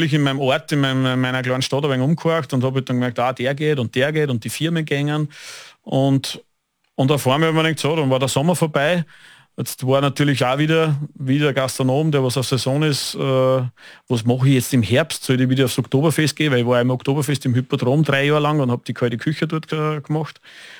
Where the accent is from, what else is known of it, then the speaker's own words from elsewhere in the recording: Upper Austria, Austria; born there; bin ein gebürtiger Oberösterreicher